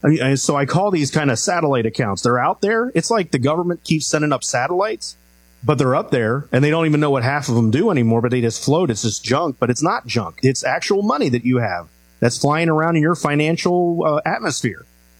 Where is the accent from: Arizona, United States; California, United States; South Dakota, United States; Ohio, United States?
Ohio, United States; Cincinnati; moved away as an adult; now in Florida, United States; I'm from the Midwest, so I went to a school in Cincinnati, Ohio, St. Xavier High School.